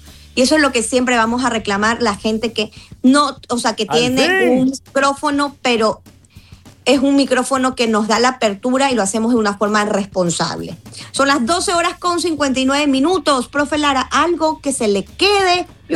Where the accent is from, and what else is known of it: Ecuador